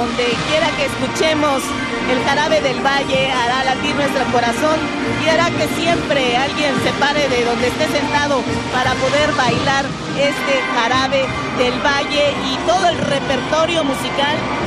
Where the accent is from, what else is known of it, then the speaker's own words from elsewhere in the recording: Oaxaca, Mexico; lo que nos arraiga como oaxaqueños aquí y en cualquier parte del mundo donde nos plantemos.